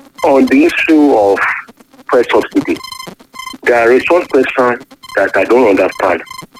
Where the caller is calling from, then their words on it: Ife, Osun, Nigeria; I'm calling from Ife.